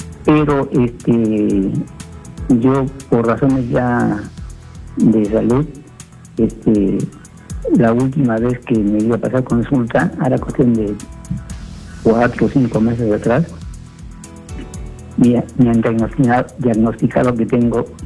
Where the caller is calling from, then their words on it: La Libertad, Peru; yo soy de La Libertad, señor.